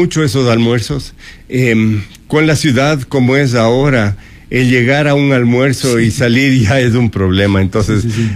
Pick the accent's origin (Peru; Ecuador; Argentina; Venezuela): Ecuador; nosotros tenemos que abrir los ojos como ecuatorianos